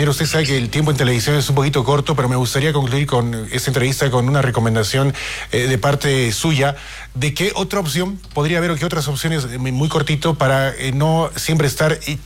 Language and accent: Spanish; Bolivia; ¿qué debemos hacer ya como bolivianos y como autoridades